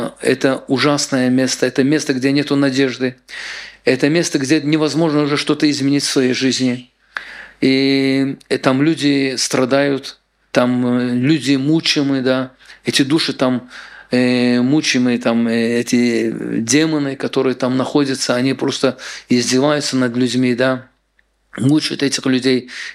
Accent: Baku, Azerbaijan; now in Israel; я в Баку как бы был евреем. И у меня отец еврей, приехал в Израиль.

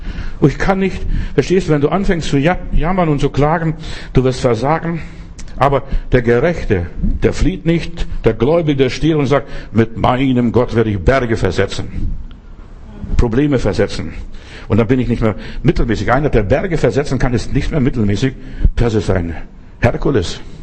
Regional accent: Klaipėda County, Lithuania; was ich im Schneesturm im Winter bei uns in Ostpreußen, also im Memelland, erlebt habe.

